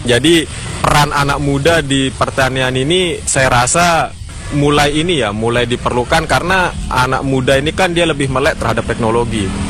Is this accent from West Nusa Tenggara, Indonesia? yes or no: yes; West Lombok, West Nusa Tenggara, Indonesia; saya dari Lombok Barat.